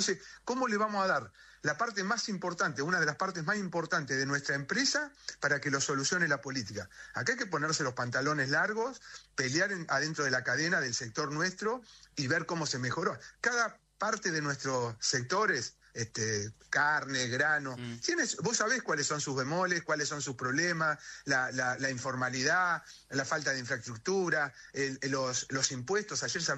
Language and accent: Spanish; La Pampa, Argentina; Yo vengo de La Pampa, vengo de una pyme de ganadería, de cría